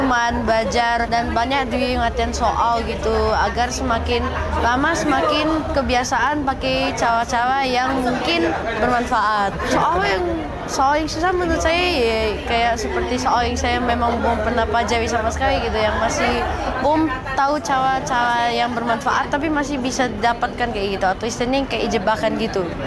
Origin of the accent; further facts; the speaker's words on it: Riau, Indonesia; kelas 6 di SD Witama Nasional Pusikan di Pekanbaru. Saya dari Riau.